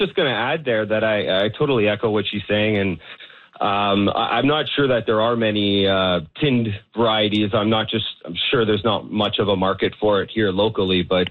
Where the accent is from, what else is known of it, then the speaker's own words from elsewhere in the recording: Toronto, Ontario, Canada; I grew up in Ontario, in Toronto